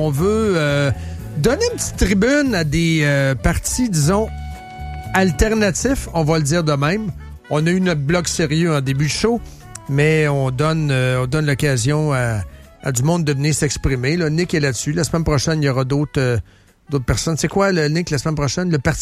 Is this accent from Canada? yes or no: yes; Shawinigan, Quebec, Canada; je viens de Shawinigan Nord, dans mon cas.